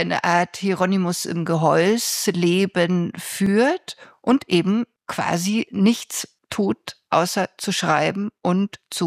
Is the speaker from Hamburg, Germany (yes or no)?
no; Bavaria, Germany; an der oberfränkischen Nordecke, da wo auch ich herkomme, also da wo früher die Welt zu Ende war